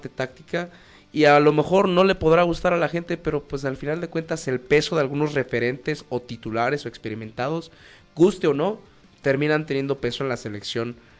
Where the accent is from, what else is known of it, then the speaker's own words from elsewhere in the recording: Mexico; nosotros como mexicanos